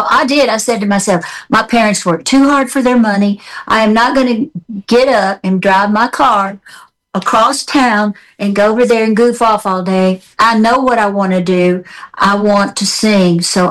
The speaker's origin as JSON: {"language": "English", "town": "Memphis", "region": "Tennessee", "country": "United States", "said": "Teeny, you're from Memphis. I'm from Memphis. We should know each other."}